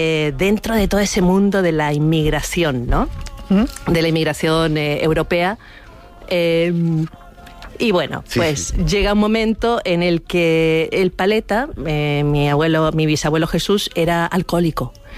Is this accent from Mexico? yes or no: no; Chile; born there; bueno, yo nací en Chile, mi madre es chilena, hija de todas las mezcolanzas de ahí de Chile, ¿no? Y mi padre es español.